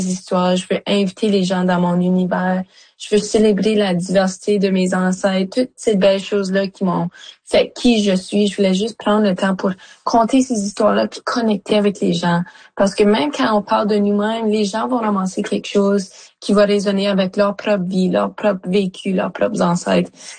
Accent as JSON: {"language": "French", "town": "Sudbury", "region": "Ontario", "country": "Canada", "tie": "born or raised there"}